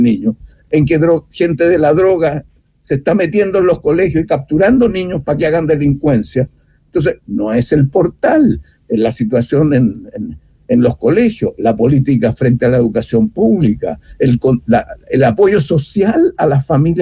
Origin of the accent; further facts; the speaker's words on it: Chile; me preocupa como chileno